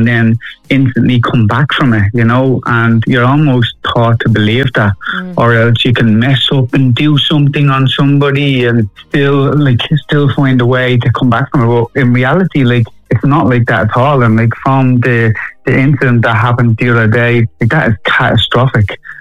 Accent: Dublin, Leinster, Ireland; I grew up in Fatty Ma Mansions, and like growing up in the 90s

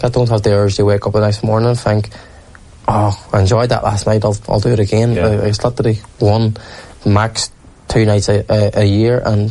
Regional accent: Derry, Northern Ireland, United Kingdom; Growing up in Derry as well, where like all my mates were drinkers from an early age

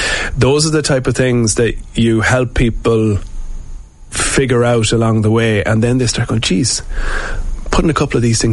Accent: Sligo, Connacht, Ireland; moved away as an adult; now in Dublin, Ireland; So I'm from Sligo, but I'm in Dublin now for nearly 20 years

